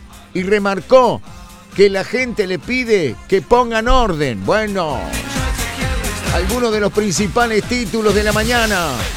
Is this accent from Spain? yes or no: no; Córdoba, Argentina; así somos los cordobeses, los argentinos.